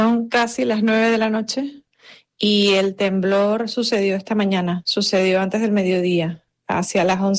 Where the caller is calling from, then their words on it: Panama City, Panamá, Panama; Yo vivo en la ciudad de Panamá. La ciudad de Panamá se encuentra cerca del Pacífico, enfrente del Pacífico.